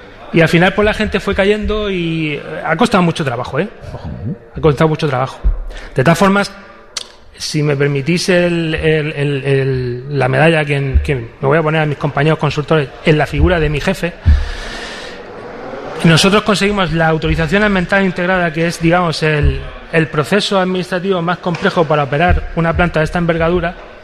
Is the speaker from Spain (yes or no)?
yes; Lorca, Region of Murcia, Spain; aquí, afincado en Lorca, en mi pueblo, al que le tengo mucho cariño.